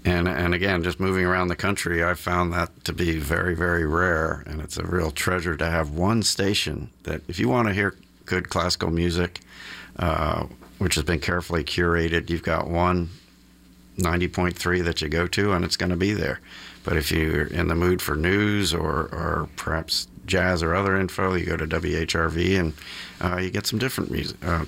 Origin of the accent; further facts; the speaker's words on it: Ohio, United States; Yeah, I grew up in Ohio